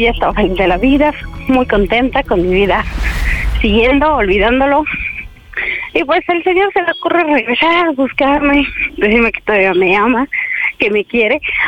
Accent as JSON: {"language": "Spanish", "town": "Ecatepec", "region": "State of Mexico", "country": "Mexico", "said": "Tengo 31 años y de Ecatepec"}